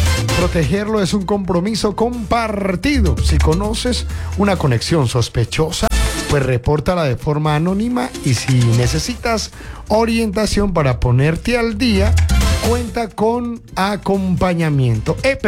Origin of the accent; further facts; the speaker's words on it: Antioquia, Colombia; Y a eso súmele fondas de mi pueblo Antioquia.